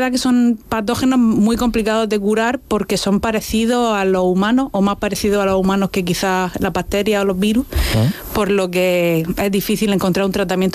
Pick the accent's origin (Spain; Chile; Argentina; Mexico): Spain; Region of Murcia; moved away as an adult; Y después de unos años fuera, pues yo soy murciana y me apetecía venir a casa.